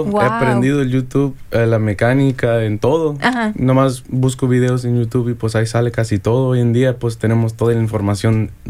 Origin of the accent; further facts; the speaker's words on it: Toledo, Ohio, United States; also born or lived in Rio Grande Valley, Texas; uno viene desde el Valle de Texas. Ahí nací, pero crecí en Toledo.